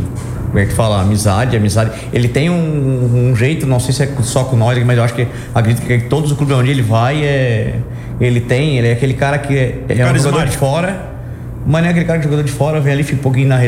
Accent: Brazil; eu me criei no Jaguari

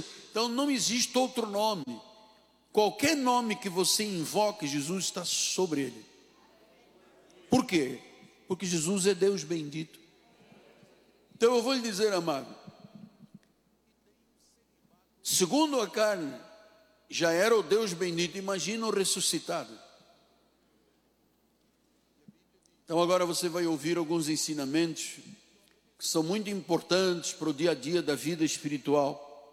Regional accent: Angola; na minha língua, da minha terra, Angola, Quimbundo.

